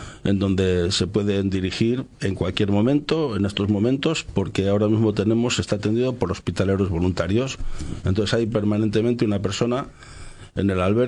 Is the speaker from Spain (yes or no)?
yes; Valladolid, Castile and León, Spain; los vallisoletanos lo conocemos